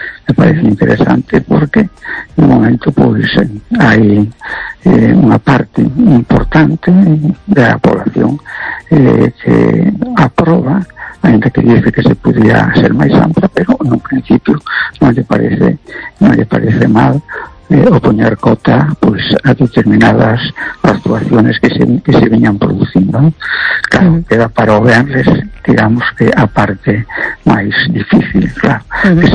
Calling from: A Coruña, Galicia, Spain; de La Coruña.

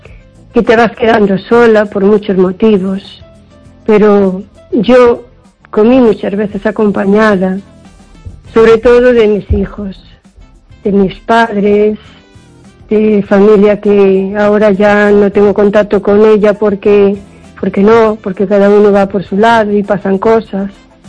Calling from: O Carballiño, Galicia, Spain; de Carballiño.

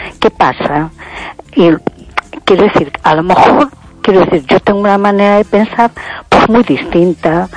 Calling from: A Coruña, Galicia, Spain; de Coruña.

